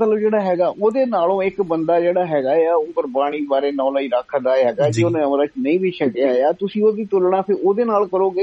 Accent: Punjab, India

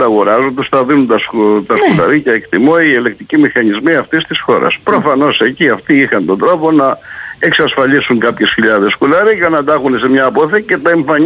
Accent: Greece; τα πολύ περισσότερα θύματα τα είχαμε εμείς εδώ ως Έλληνες.

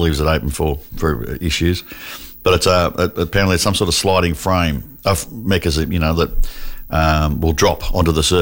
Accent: Australia; being Australian

